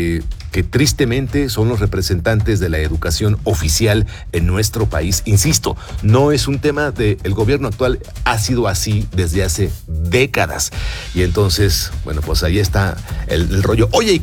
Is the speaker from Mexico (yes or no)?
yes; Mexico; soy mexicano